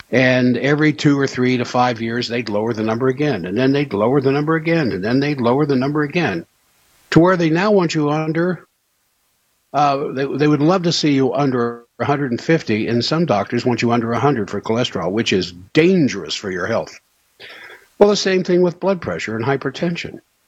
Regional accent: Washington, District of Columbia, United States; now in Salt Lake City, United States; I grew up in Washington, D.C., came out west to go to school, and discovered the West.

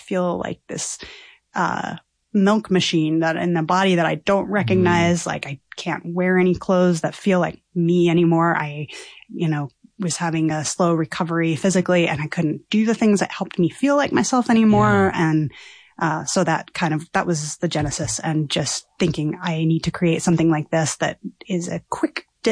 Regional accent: Colorado, United States; I hail from Colorado originally.

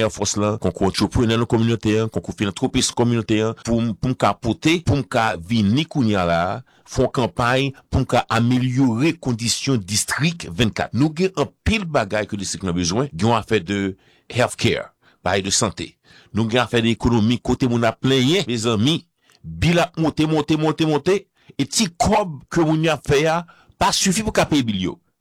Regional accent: Haiti; now in United States; Ici aux États-Unis, et qu'on est haïtien, on met les chercheurs volontaires qui contribuent avec Bataille Savannah.

